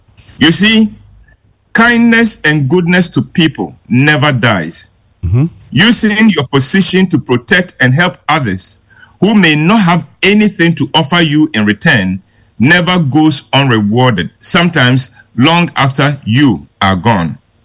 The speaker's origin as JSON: {"language": "English", "town": "Kumasi", "region": "Ashanti", "country": "Ghana", "tie": "born or raised there", "said": "Well, I grew up in Kumasi in the 50s and 60s when there were real rich men around."}